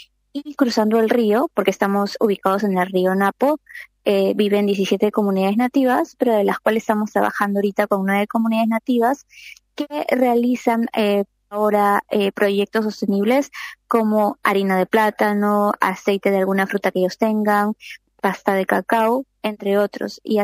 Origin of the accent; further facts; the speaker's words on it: Peru; soy la primera peruana en ser seleccionada, entonces estoy muy contenta de poder representar a mi país